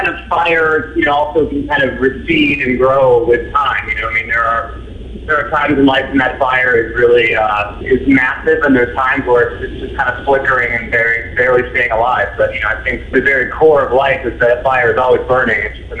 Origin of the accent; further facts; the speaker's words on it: Pacific Northwest, United States; Well, you know, I think that growing up in the Northwest certainly has had an effect on me as a person